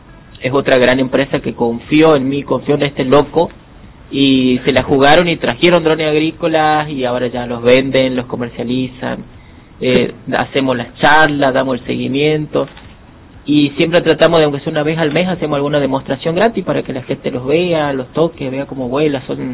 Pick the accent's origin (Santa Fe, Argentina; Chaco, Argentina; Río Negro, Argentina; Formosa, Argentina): Formosa, Argentina; moved away; todos me preguntan, ¿soy de Formosa o de Salta? No, de Formosa soy, pero ¿por qué no hablas así con la cantadita del Paraguay? Y porque, bueno, nosotros tenemos, viste que nuestra cultura es salto-chaqueña